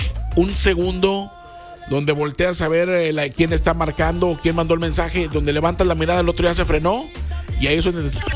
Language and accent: Spanish; Monterrey, Nuevo León, Mexico; somos regios nosotros.